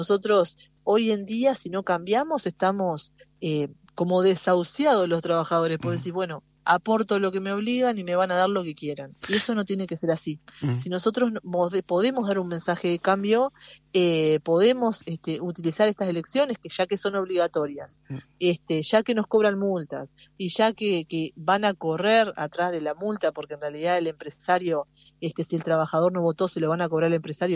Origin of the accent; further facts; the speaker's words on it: Uruguay; como somos los uruguayos, que somos gente que sale de adelante